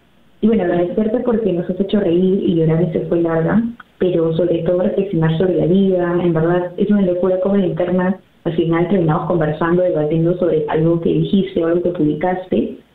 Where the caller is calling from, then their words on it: Peru; ver tu obra en nuestro hermoso país